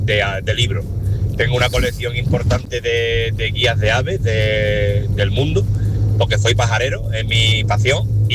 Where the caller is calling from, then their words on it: Algeciras, Andalusia, Spain; de Algeciras.